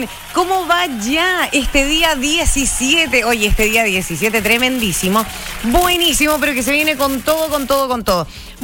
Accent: Chile; Somos los chilenos coloquiales, somos los chilenos personas que hemos tenido idiomas distintos.

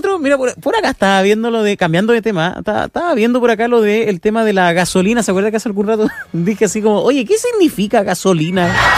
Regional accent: Chile; Oye, dice por acá, yo como chilena mal pensada digo

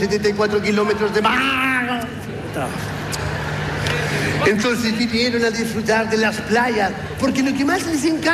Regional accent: Chile; estamos en 18, somos chilenos, aquí se habla, weón, como en Chile

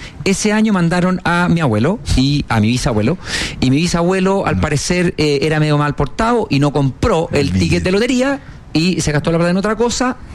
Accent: Chile; como la gran mayoría de los chilenos, una parte importante, somos descendientes españoles

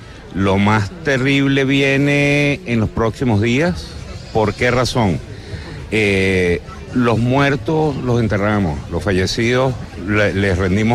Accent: Venezuela; moved away as an adult; now in Curicó, Chile

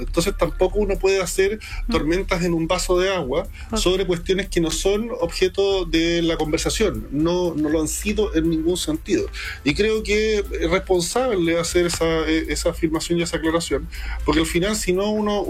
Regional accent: Chile; en la realidad particular que tenemos como chilenos, que estamos abiertos al Pacífico, que estamos posicionados en Occidente

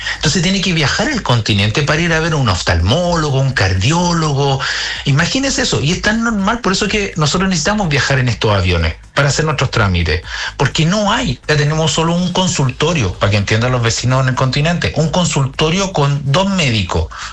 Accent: Chile; y nos sintamos orgullosos como chilenos

